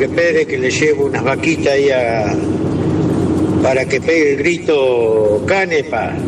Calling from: Henderson, Buenos Aires Province, Argentina; de Henderson, que ando con Hacienda

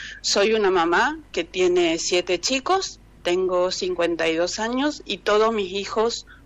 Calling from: Barranqueras, Chaco, Argentina; soy de acá de Barranqueras

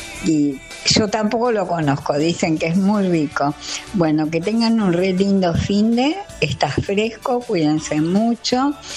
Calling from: Buenos Aires, Argentina; de Colegiales.

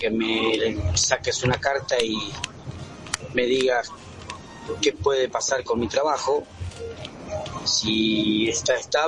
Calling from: Junín, Buenos Aires Province, Argentina; de Junín.

